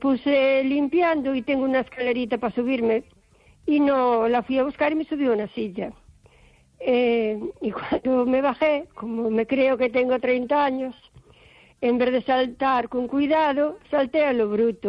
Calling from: O Carballiño, Galicia, Spain; de Carballiño.

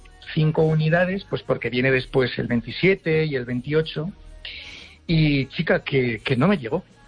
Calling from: Zaragoza, Aragon, Spain; aquí en Zaragoza

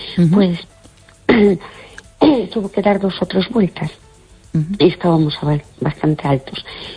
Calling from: Fene, Galicia, Spain

